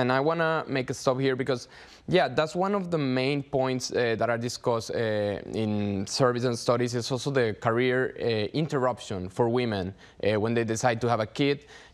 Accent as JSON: {"language": "English", "country": "Mexico", "moved": "as an adult", "lives_now": "South Korea", "said": "my home country in Mexico"}